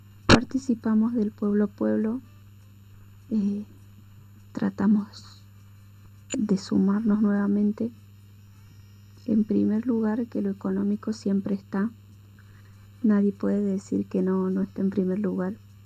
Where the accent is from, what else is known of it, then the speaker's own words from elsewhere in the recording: Pilar, Córdoba, Argentina; Nosotros somos de Pilar, departamento Río Segundo.